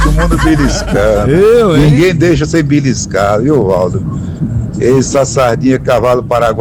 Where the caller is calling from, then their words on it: Rio de Janeiro, Brazil; Aqui é aquele velho carioca de Serrinha.